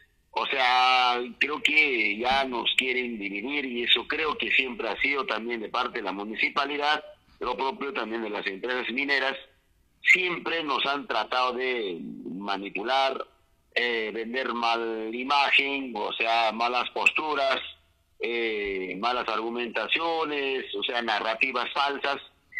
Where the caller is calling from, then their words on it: Chumbivilcas, Cusco, Peru